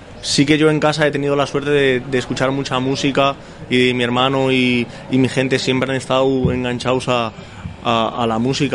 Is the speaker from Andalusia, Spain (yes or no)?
no; Basque Country, Spain; somos gitanos y lo hemos mamado así. Pero somos los cinco, somos vascos.